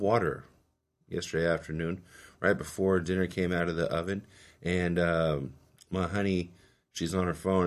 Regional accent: Texas, United States; born there; I was born in Texas, and so part of me will always connect very deeply

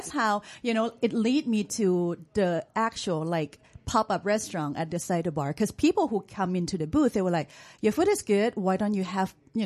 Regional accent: Hat Yai, Songkhla, Thailand; moved away as an adult; also born or lived in Bangkok / Los Angeles; now in Humboldt County, United States; So I was born and raised in Hat Yai, which is the southern part of Thailand.

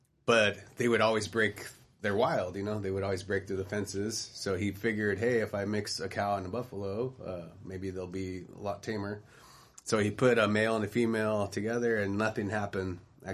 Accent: San Joaquin Valley, California, United States; I grew up in the San Joaquin Valley

